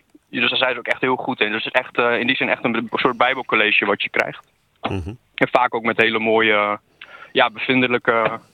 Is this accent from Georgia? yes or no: no; Wierden, Overijssel, Netherlands; also born or lived in Almelo; Ja, ik ben een geboren Twentenaar, dus ik kom uit Almelo. En voordat ik 1 jaar oud was, zijn mijn ouders naar Wierden verhuisd.